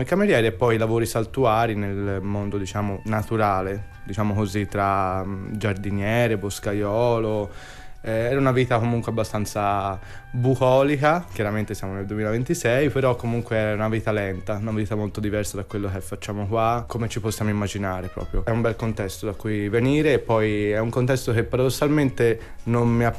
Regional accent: Tuscany, Italy; moved away as an adult; now in Rome, Italy; sono uno studente lavoratore, ho 29 anni la prossima settimana e vengo dalla Toscana, dalla provincia di Firenze, e in questo momento mi trovo a Roma

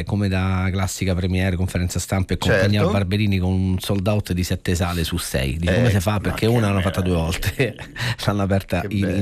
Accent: Rome, Lazio, Italy; noi che siamo di Roma

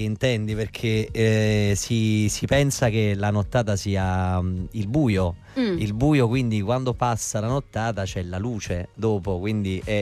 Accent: Naples, Campania, Italy; Sono un napoletano atipico

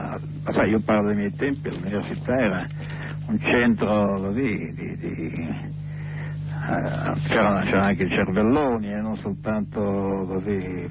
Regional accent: Milan, Lombardy, Italy; Io sono milanese, sì.

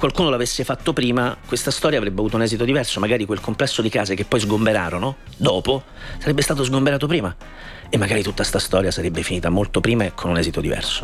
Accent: Ostia, Lazio, Italy; Io sono di Ostia, questo non è un mistero, sono nato e cresciuto ad Ostia, che è una città nella città, è grande come Reggio Emilia

